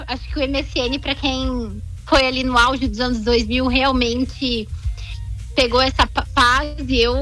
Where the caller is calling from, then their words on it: Itajaí, Santa Catarina, Brazil; eu falo de Itajaí.